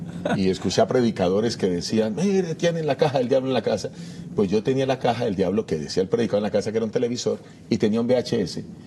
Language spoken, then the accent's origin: Spanish; Colombia; Yo soy de Colombia